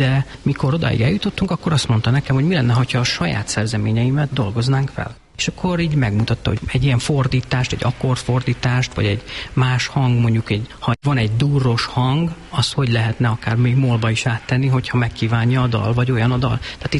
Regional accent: Nagykanizsa, Zala, Hungary; Hát ugye én Zala megyei vagyok, azon belül is Nagykanizsai

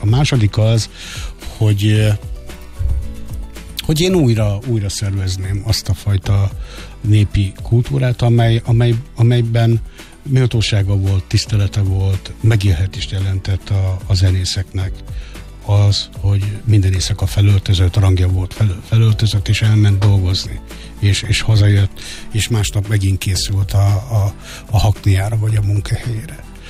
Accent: Hungary; Mi magyarok vagyunk.

